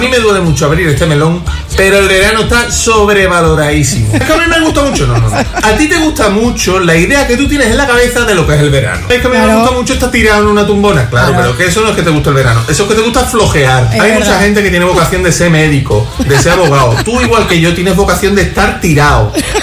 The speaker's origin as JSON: {"language": "Spanish", "town": "San Fernando", "region": "Andalusia", "country": "Spain", "tie": "born there", "said": "a mí, que prácticamente nací en Bahía Sur, que aprendí a amar en la Punta San Felipe"}